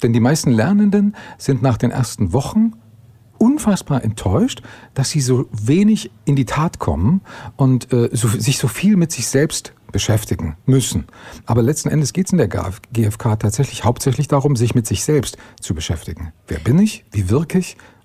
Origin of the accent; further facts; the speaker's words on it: Erfurt, Thuringia, Germany; Ich bin in Erfurt groß geworden, dort geboren, aufgewachsen